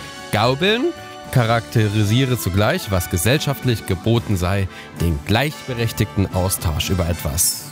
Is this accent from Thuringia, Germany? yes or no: yes; Thuringia, Germany; Als waschechter Thüringer bin ich ehrlich.